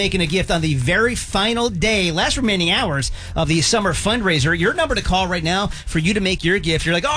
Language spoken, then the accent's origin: English; New Jersey, United States; also born or lived in Philadelphia; I grew up in New Jersey and lived in Philadelphia for a while, so it's like boom, boom, boom.